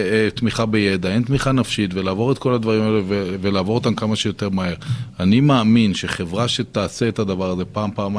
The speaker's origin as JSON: {"language": "Hebrew", "town": "Mishmeret", "region": "Central District", "country": "Israel", "said": "אני ממושב משמרת שאני רוכב על הסוסים, זה אותם שדות."}